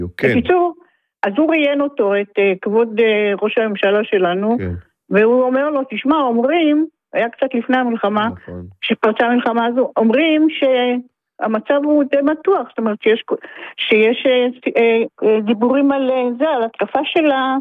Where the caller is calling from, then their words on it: Petah Tikva, Central District, Israel; כן, אני מפתח תקווה.